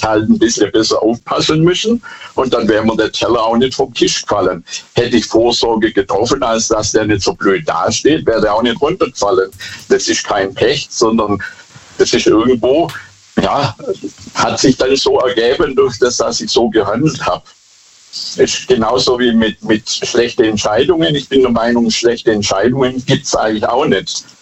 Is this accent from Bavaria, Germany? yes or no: no; Bad Boll, Baden-Württemberg, Germany; ich komme aus Bad Boll.